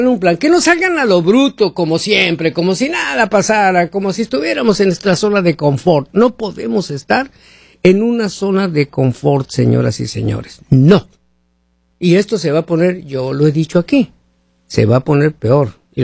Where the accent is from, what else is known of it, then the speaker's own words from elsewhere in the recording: Mexico; soy mexicano, ¿eh?